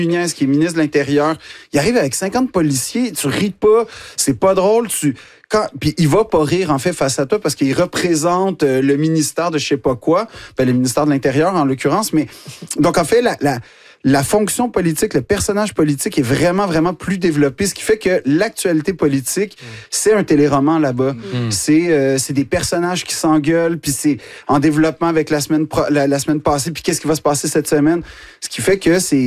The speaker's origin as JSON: {"language": "French", "region": "Quebec", "country": "Canada", "lives_now": "France", "said": "je suis Québécois. Donc, en fait, je ne suis pas un Français. Je suis un Québécois qui est en France."}